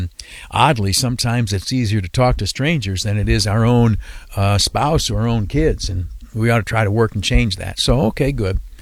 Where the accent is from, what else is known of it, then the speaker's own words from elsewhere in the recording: Canisteo, New York, United States; now in Schenectady, United States; my hometown of Canastillo, New York, down in the southern tier.